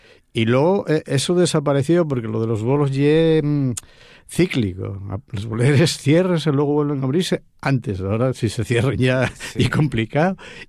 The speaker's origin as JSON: {"language": "Spanish", "town": "Pravia", "region": "Asturias", "country": "Spain", "tie": "born or raised there", "said": "yo soy de Pravia, nací en un pueblo de Pravia, en Villafría, y en mi casa había chigre, y al lado del chigre estaba la bolera, claro."}